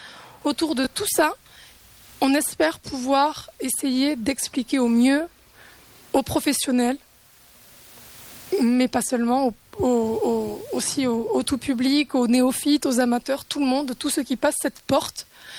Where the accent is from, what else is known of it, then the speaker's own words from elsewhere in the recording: Luz-Saint-Sauveur, Occitanie, France; moved away as an adult; also born or lived in the Alps; je suis originaire de Lucin-Sauveur et que j'ai vécu 10 ans dans les Alpes